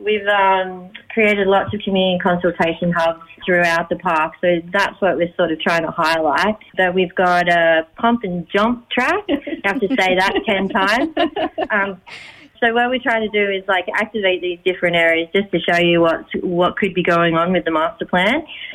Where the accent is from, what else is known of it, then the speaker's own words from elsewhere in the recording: Mollymook, New South Wales, Australia; I grew up in Mollymook too, so as our community grows, which it is growing really quite quickly too